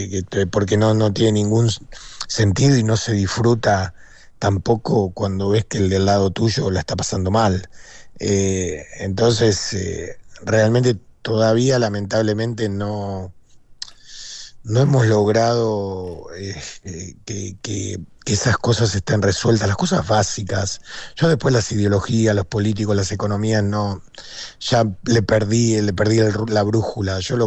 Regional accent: Argentina; A mí lo que más me preocupa como argentino

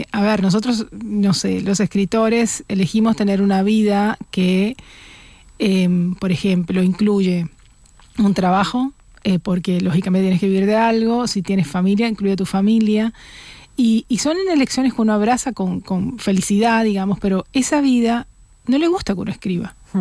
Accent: Colombia; moved away as an adult; now in Buenos Aires, Argentina; pero no me hice nunca argentina porque soy colombiana y porque realmente mis temas de escrituras, mi mirada y mi idiosincrasia básicamente está puesta ahí, en ese lugar, en esa geografía en la que crecí.

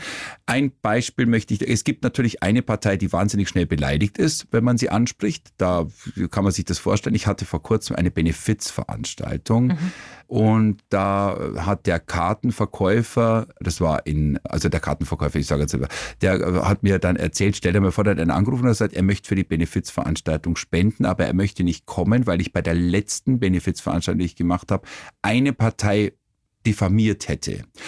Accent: Kaufbeuren, Bavaria, Germany; born or raised there

